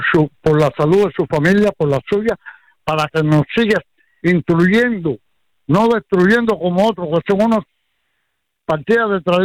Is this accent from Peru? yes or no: no; Cuba; moved away as an adult; now in United States; mi isla, a donde yo nací